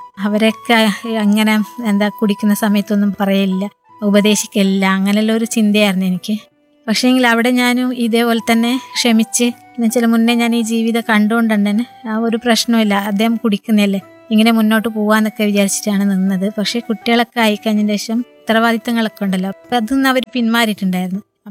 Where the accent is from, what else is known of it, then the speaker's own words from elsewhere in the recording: Karnataka, India; now in Kerala, India; ഞാൻ ജനിച്ചു വളർന്നത് കർണാടകയിലാണ്.